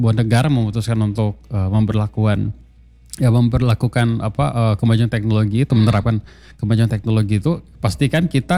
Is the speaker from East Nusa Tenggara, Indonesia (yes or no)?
no; Toraja, South Sulawesi, Indonesia; moved away; kalau saya sih Toraja ya